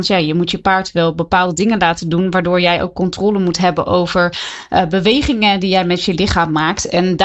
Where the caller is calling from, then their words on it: Soest, Utrecht, Netherlands; Ik bel uit het allermooiste Soest, midden des lands.